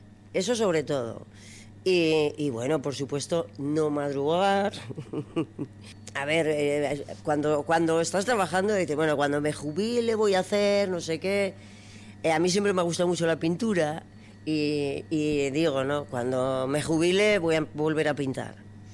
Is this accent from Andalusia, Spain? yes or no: no; Navarre, Spain; moved away as an adult; now in Vitoria, Spain; yo estoy en Vitoria desde los 20 años. Sí, bueno, soy navarra, pero bueno, soy vitoriana. Llevo más tiempo viviendo en Vitoria que en mi pueblo, aunque tengo allí la casa y voy al pueblo. Pero bueno, yo vivo aquí